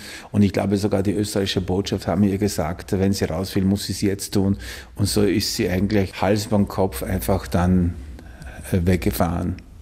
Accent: Poland; now in Austria; meine Jugend in Polen, wo ich aufgewachsen bin und wo ich doch auch immerhin in die Schule gegangen bin und wo ich ja gelebt habe und wo ich habe auch Polnisch gesprochen und ich habe auch Polnisch gelesen.

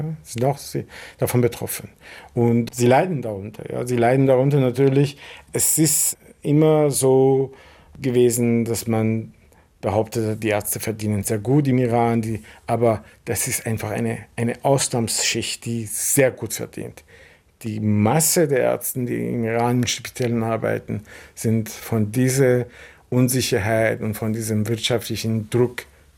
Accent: Vienna, Austria; Wien ist meine Heimat und ich fühle mich als Wiener.

